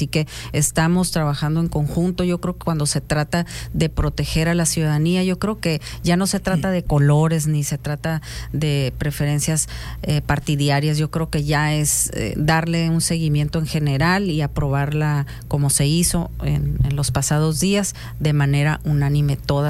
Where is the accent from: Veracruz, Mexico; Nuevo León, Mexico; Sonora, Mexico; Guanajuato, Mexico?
Sonora, Mexico; Nogales; yo soy de Nogales.